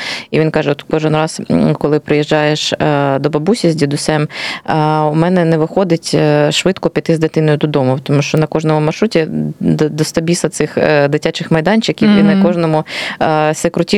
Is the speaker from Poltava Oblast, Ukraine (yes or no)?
no; Kharkiv, Kharkiv Oblast, Ukraine; Я теж з Холодної Гори.